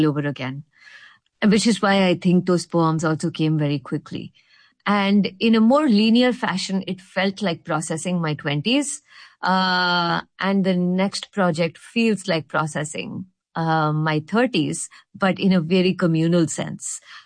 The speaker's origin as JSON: {"language": "English", "town": "Mumbai", "region": "Maharashtra", "country": "India", "moved": "as an adult", "lives_now": "San Francisco, United States", "said": "when I turned 30, I moved away from Bombay and came to San Francisco to study poetry in an MFA program at the University of San Francisco"}